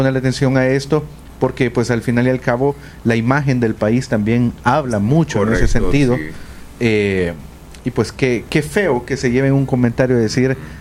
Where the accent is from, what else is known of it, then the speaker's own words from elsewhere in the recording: El Salvador; Porque deberíamos ser nosotros como salvadoreños los que cuando lleguemos a un lugar deberíamos de tener el mínimo